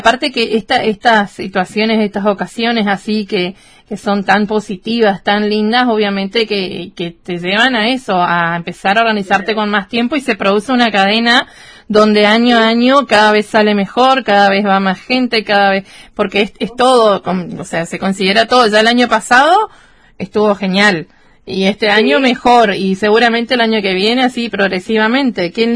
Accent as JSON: {"language": "Spanish", "region": "Corrientes", "country": "Argentina", "said": "nosotros que somos correntinos de ley"}